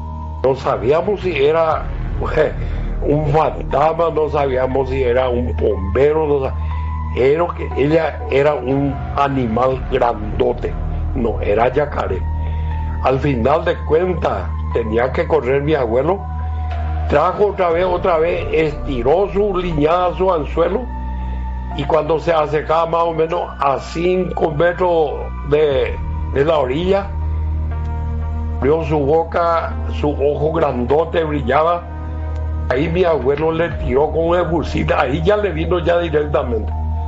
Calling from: Capiatá, Central, Paraguay; Y vivo en Capiatá, Capiatá de mis amores.

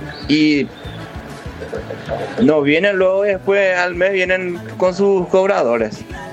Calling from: Villa Elisa, Central, Paraguay; Estoy llamando de la ciudad de Villa Elisa

